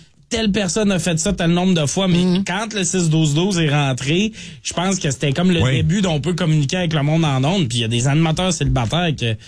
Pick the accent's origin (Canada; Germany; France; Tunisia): Canada; Quebec; Je suis québécois. Rien à chier du Canada à ce soir.